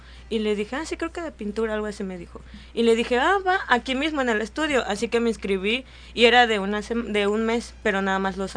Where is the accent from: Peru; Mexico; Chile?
Mexico; Acapulco, Guerrero; Ah, sí, yo nací aquí en el puerto de Acapulco.